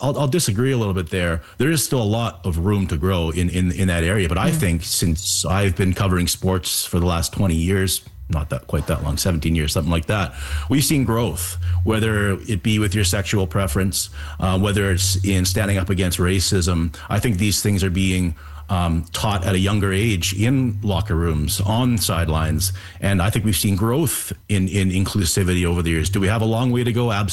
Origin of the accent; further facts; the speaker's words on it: Kamloops, British Columbia, Canada; So I grew up playing rugby, and once you graduate into the men's ranks, what happens is you go down. So we're from Kamloops. We take the bus down to Vancouver